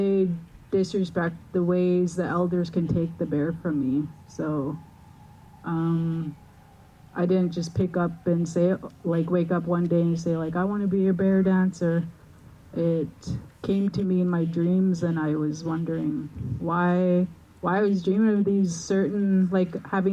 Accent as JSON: {"language": "English", "town": "Lillooet", "region": "British Columbia", "country": "Canada", "tie": "born or raised there", "moved": "as an adult", "said": "I moved back from my hometown, Lillooet."}